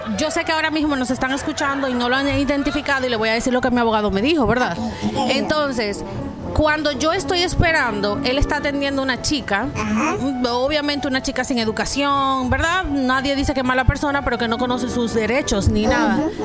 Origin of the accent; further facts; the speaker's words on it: Dominican Republic; Obviamente lo sabemos, como buen dominicano, no somos todos así, pero pues hay que reconocer.